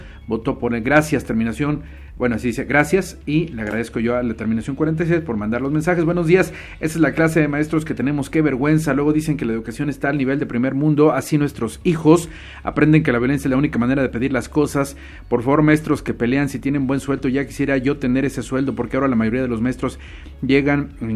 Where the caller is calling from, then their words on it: Ocotlán, Mexico; de Ocotlán, Tepatlasco, saludos, excelente día.